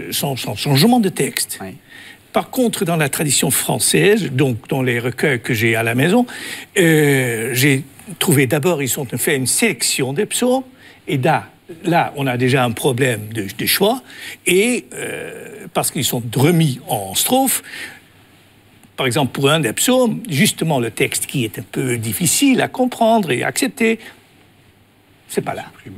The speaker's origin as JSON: {"language": "French", "country": "Netherlands", "first_language": "Dutch", "second_language": "French", "said": "Oui, je suis néerlandais."}